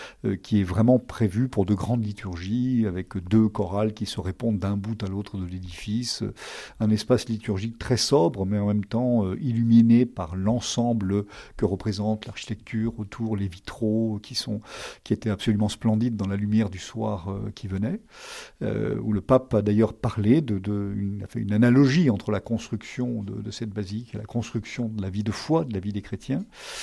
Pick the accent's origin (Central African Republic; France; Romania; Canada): France; Perpignan, Occitanie; born there; je suis né à Perpignan, donc en Catalogne française.